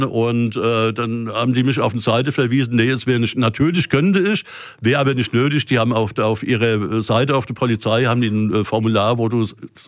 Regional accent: Switzerland; ich bin ja Schweizer

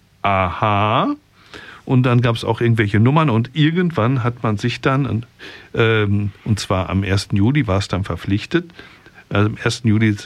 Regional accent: Rüsselsheim, Hesse, Germany; Ja, aus Rüsselsheim.

